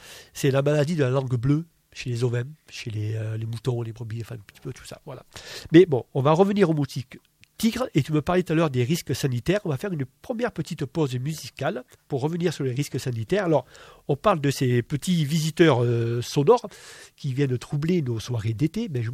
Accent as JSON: {"language": "French", "region": "Provence-Alpes-Côte d'Azur", "country": "France", "said": "on appelle ça en Provence, je suis provençal, les arabis"}